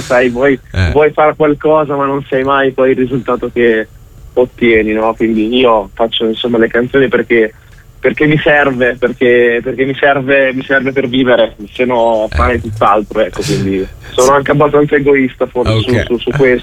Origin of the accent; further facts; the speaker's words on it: Senigallia, Marche, Italy; io adesso sono a Senigallia, perché sono di Senigallia, okay. Quindi sono marchigiano.